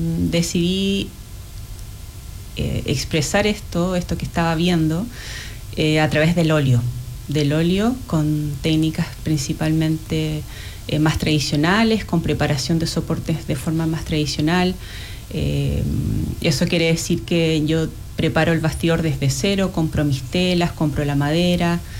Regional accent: Chile Chico, Aysén, Chile; moved away as an adult; Chile Chico es mi ciudad natal.

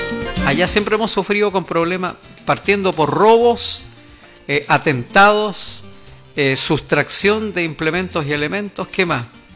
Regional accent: Chile; Somos chilenos todo el año.

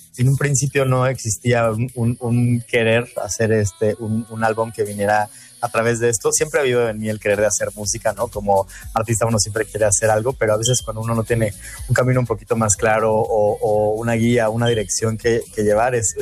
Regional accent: Mexico; no conocía más que mi país natal, México.

